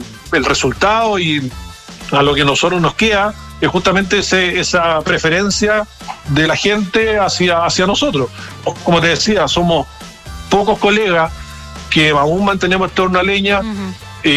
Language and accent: Spanish; Chile